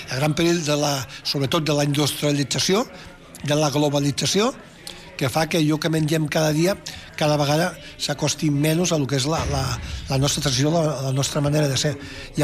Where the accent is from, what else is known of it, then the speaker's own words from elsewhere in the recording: Catalonia, Spain; Però jo que soc de l'Empordà, que soc de la Costa Brava